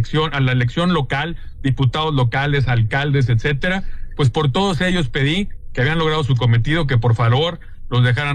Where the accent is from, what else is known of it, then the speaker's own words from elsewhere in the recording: Sinaloa, Mexico; Fue una campaña como somos los sinaloenses, franco, directa, alegre.